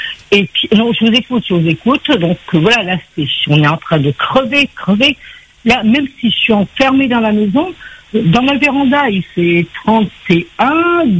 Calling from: Normandy, France; Et j'habite en Normandie.

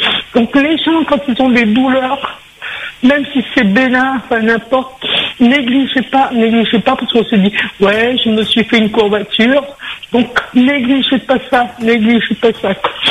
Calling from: Normandy, France; je suis en Normandie, on n'a pas vraiment de réseau

